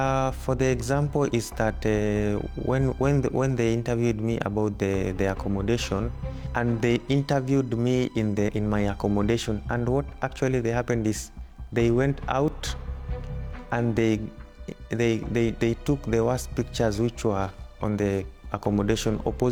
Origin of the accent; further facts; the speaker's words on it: Kenya; moved away as an adult; I'm Kenyan. I came to Qatar. I worked as a security guard for 2 years.